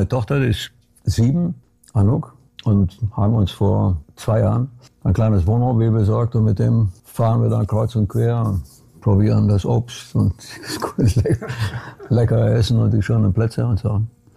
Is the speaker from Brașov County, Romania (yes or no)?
yes; Brașov, Brașov County, Romania; born or raised there; now in Germany